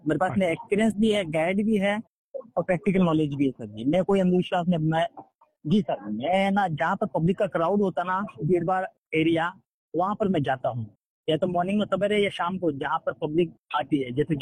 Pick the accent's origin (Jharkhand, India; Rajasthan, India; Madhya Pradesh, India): Rajasthan, India; now in Mumbai, India